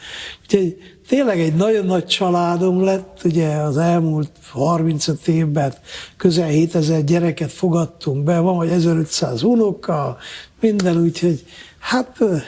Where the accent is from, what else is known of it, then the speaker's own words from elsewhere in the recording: Miercurea Ciuc, Harghita, Romania; Hát ugye én Csíkszeredában nőttem fel, ott vannak ferencesek Csíksomjón